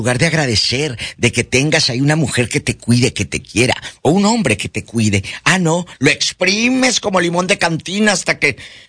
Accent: Matamoros, Tamaulipas, Mexico; tengo una amiga en mi tierra, en mi Matamoros querido, que ya tiene el truco para colgarle que le cuelguen los números desconocidos

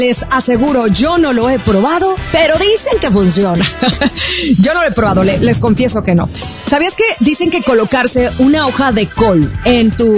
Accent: Mazatlán, Sinaloa, Mexico; also born or lived in Culiacán; yo soy de Mazatlán y en Mazatlán sudas mucho, pero en Culiacán, donde viví mucho tiempo, era seco

